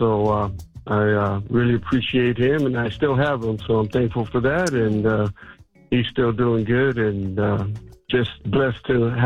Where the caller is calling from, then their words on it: Elk Grove, California, United States; I'm working in Stockton. I'm from Elk Grove.